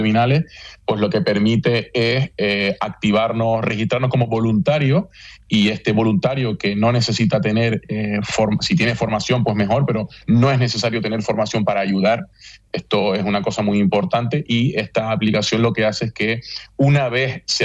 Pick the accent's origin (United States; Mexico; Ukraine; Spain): Spain; Canary Islands; todos como canarios